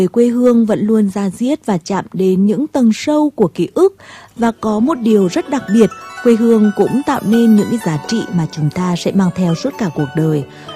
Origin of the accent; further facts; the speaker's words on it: Nghệ An, Vietnam; người Nghệ An mình